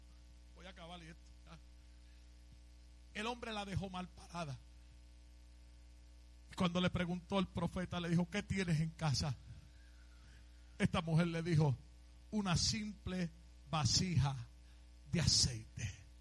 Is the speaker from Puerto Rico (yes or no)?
yes; Puerto Rico; Yo soy puertorriqueño